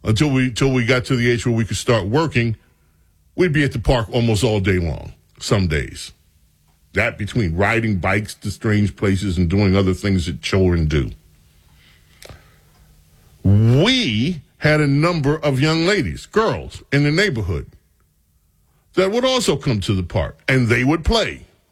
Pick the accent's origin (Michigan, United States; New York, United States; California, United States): New York, United States; St. Albans; When I was growing up in St. Albans, Queens, New York, part of Jamaica, New York, we used to go play basketball.